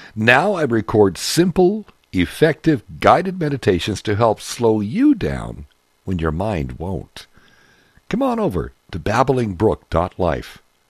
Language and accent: English; West Coast, Canada; As a Canadian West Coast boomer settler, I also think about place and responsibility.